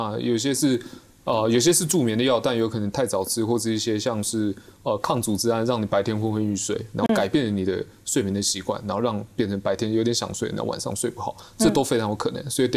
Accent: Taiwan; 那统计数据学上，我们台湾人吃药偏多，西药其实都蛮多的。

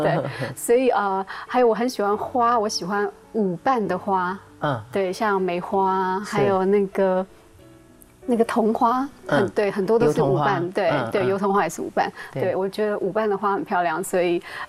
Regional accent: Central Mountain Range, Taiwan; 我是来自中央山脉的布农族。

